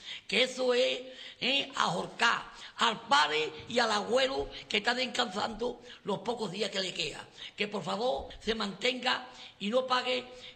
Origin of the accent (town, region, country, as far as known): Sanlúcar de Barrameda, Andalusia, Spain